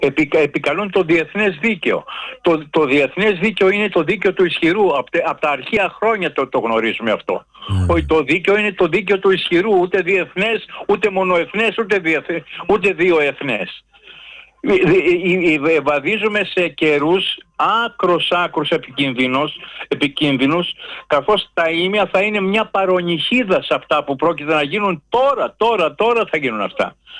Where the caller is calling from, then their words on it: North Aegean, Greece; Επειδή εγώ είμαι και από το Ανατολικό Αιγαίο, θα χρειαζόμαστε ειδική άδεια Τουρκίας για να πάμε στα νησιά μας.